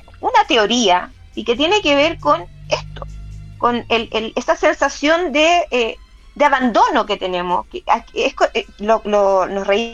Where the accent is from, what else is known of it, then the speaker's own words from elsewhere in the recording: Chile; Nosotros como chilenos